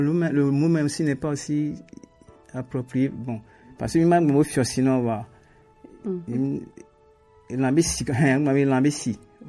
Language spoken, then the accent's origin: French; Togo; chez nous au Togo